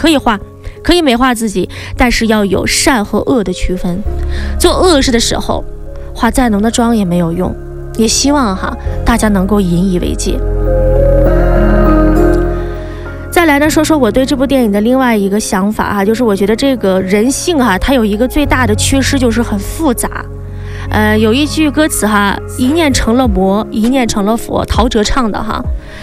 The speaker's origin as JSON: {"language": "Chinese", "country": "China", "said": "我们中国人最朴素的价值观"}